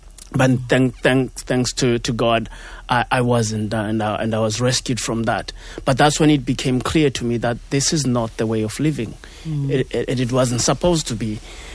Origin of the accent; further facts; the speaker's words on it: South Africa; as a South African, South Africans are very resilient people.